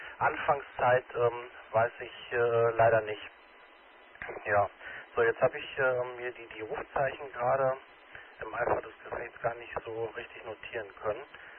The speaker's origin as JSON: {"language": "German", "region": "North Rhine-Westphalia", "country": "Germany", "moved": "yes", "lives_now": "Herne, Germany", "said": "sowohl Bergisch Gladbach als auch Hilden, das sagt mir natürlich was. Ne? Ich komme mal hier aus der Ecke."}